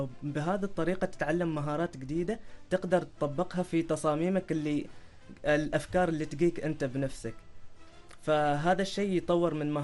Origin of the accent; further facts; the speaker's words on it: Oman; في كثير شباب موهوبين عندنا في سلطنة عمان